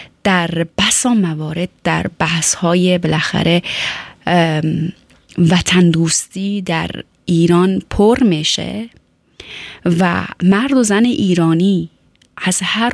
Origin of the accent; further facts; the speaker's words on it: Afghanistan; moved away; ما و شما هم از افغانستان آمدیم